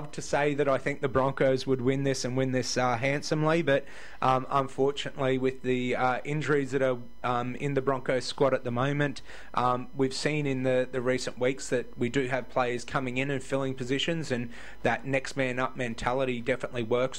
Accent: Queensland, Australia; being a Queenslander myself, I love the fact that it happens in Brisbane

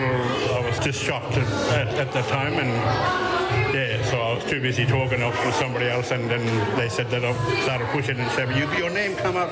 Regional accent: Roebourne, Western Australia, Australia; back in the 80s as a kid growing up. Some of these places now that's still there, some there's more changes that happen in Roebourne.

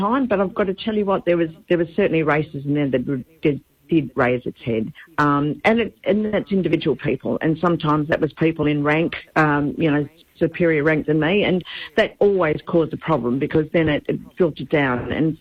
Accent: Western Australia, Australia; also born or lived in Bindoon, Western Australia; grew up Bindoon, mainly 2J. So the age of 5, I think, we moved to 2J.

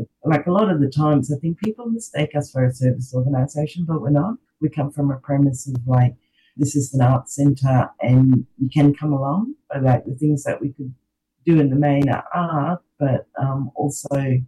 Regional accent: Broome, Western Australia, Australia; certainly when, I guess, Mitch and I grew up here in Broome.

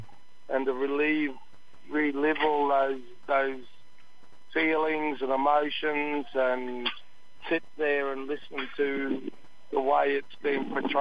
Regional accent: Cunnamulla, Queensland, Australia; moved away; also born or lived in Brisbane; I'm from Tullamulla, southwest Queensland, but I've operated out of Brisbane and north Queensland and nationally in our resistance for the last 40 years, 50 years.

